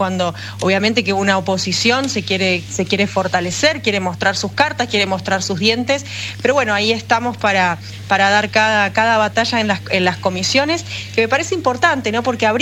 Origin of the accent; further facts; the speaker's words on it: Ushuaia, Tierra del Fuego, Argentina; Soy de Ushuaia, exactamente, sí.